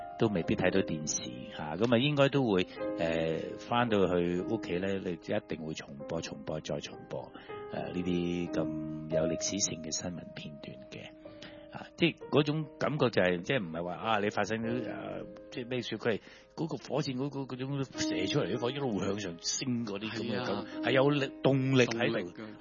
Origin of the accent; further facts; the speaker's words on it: Hong Kong; 我哋香港人